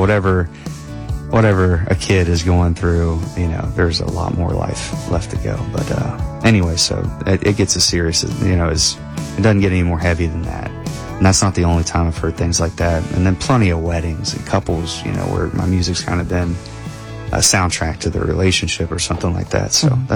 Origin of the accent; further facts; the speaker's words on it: Morgantown, United States; we did a release show in Morgantown, in my hometown, it's a different business now.